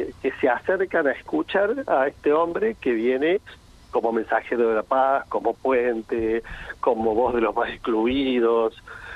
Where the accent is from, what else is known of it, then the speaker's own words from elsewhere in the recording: Argentina; esa parte saca lo mejor de nosotros como argentinos